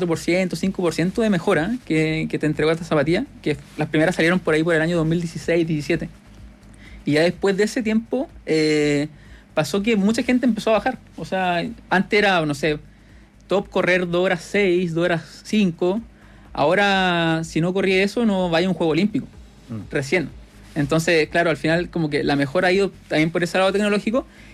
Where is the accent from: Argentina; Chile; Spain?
Chile; ya a nivel como seleccionado chileno